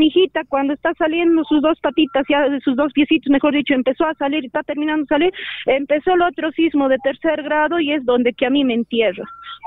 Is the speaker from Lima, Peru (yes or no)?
no; Chongos Bajo, Junín, Peru; born there; soy de acá de Pumpunya, nacida aquí también.